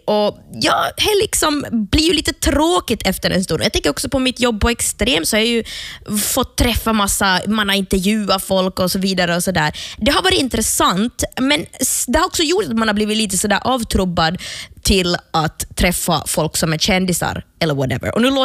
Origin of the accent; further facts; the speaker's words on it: Jakobstad, Ostrobothnia, Finland; Jag tror att det finns en connection i och med att hon just är från Umeå och jag är från Jeppis.